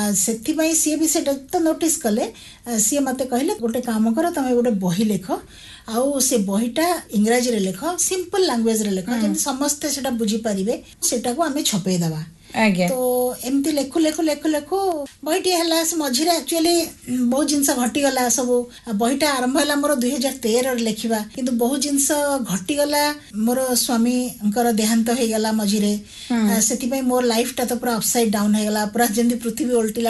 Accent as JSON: {"language": "Odia", "town": "Cuttack", "region": "Odisha", "country": "India", "said": "ଆଉ ମୁଁ ଯେହେତୁ କଟକର ଝିଅ, କଟକରେ ଆମର ବାଦାମବାଡ଼ିରେ ଘର"}